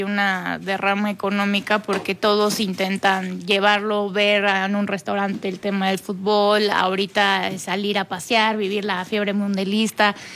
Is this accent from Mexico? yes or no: yes; Mexico; los mexicanos somos tan alegres